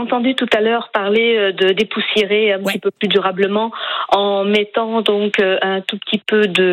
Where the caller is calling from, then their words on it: Hauts-de-France, France; De l'Oise.